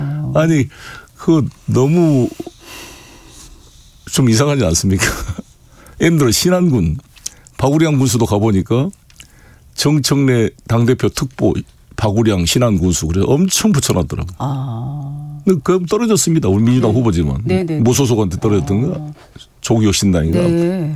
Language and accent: Korean; Honam, South Korea; 첫 번째 박탈감이라는 것은 호남인들이 저도 호남 출신이지만 내려갈 때마다 이런 하소연을 해요.